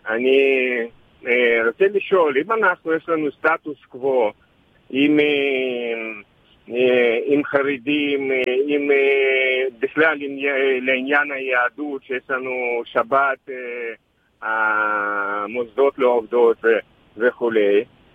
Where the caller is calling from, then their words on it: Petah Tikva, Central District, Israel; מפתח תקווה